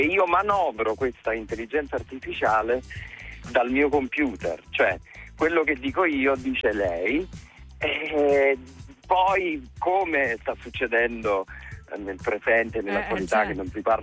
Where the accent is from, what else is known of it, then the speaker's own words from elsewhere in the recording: Campania, Italy; io vengo dalla provincia di Caserta